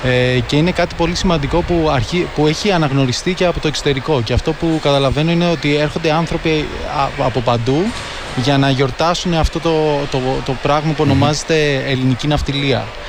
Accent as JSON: {"language": "Greek", "country": "Greece"}